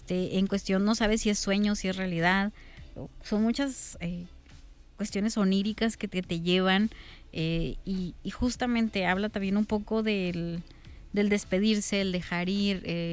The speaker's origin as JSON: {"language": "Spanish", "country": "Mexico"}